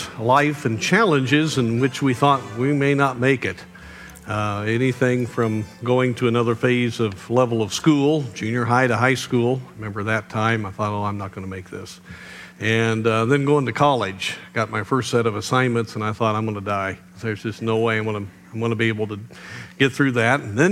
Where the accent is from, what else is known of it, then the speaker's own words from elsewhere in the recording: United States; we as American believers